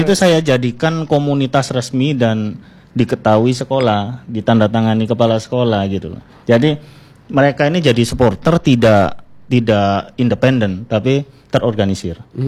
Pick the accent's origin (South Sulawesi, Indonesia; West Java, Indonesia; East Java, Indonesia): East Java, Indonesia; Surabaya; born there; moved away as an adult; now in Sampang, Indonesia; saya kan bukan asli Sampang nih. Asli Surabaya saya.